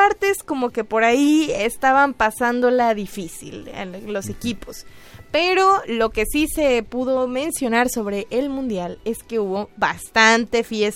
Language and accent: Spanish; Mexico; algunos motivos que como mexicanos ya conocemos